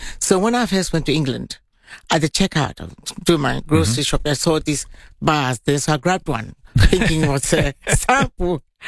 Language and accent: English; Ghana; No, it's because I grew up in Ghana and we grew up until recent times. We were number one in the world.